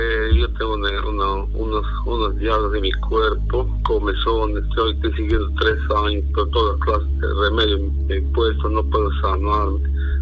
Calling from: Pucallpa, Ucayali, Peru; Estoy llamando desde Pucallpa.

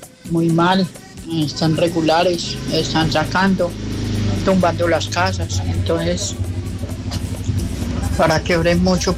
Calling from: Colombia; Tengan ustedes una feliz tarde por acá en el barrio Jardín.

